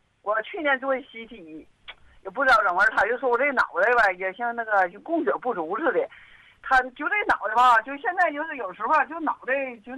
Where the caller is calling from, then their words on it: Liaoyang, Liaoning, China; 我是辽阳的。